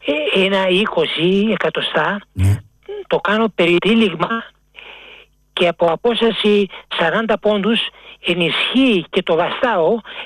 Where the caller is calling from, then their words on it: Glyfada, Attica, Greece; από τη Γλυφάδα.